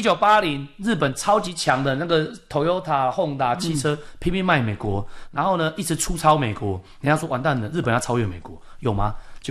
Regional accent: Taiwan; 我们台湾人比较熟悉这一块啊

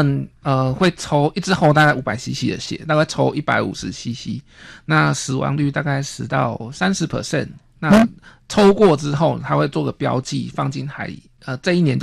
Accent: Taiwan

